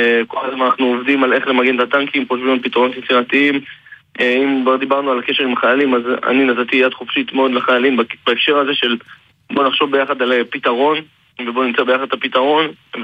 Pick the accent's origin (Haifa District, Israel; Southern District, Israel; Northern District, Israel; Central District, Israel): Southern District, Israel; Beersheba; now in Tel Aviv, Israel; במקום באר שבע, עכשיו בתל אביב.